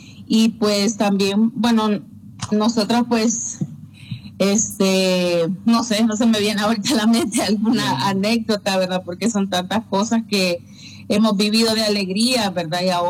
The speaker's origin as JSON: {"language": "Spanish", "country": "Nicaragua", "tie": "born there", "said": "Con mi mamá, pues, fuimos exiliadas y yo nací en Nicaragua en el 85."}